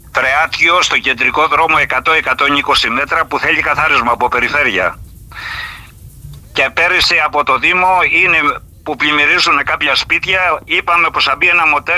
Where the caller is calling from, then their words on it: Agios Leontas, Ionian Islands, Greece; Στην περιοχή μου, στον Άγιο Λέοντα